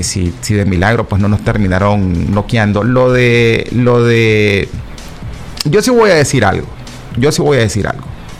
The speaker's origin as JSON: {"language": "Spanish", "country": "Nicaragua", "said": "soy Nica y me gusta que ganen los equipos nicas"}